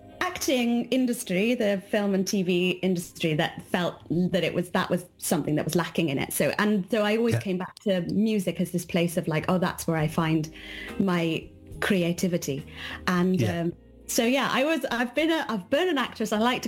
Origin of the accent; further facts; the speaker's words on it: Wales, United Kingdom; I grew up in West Wales. I grew up in a beautiful tiny little village, and you know, in Wales everybody sings. So I grew up kind of singing.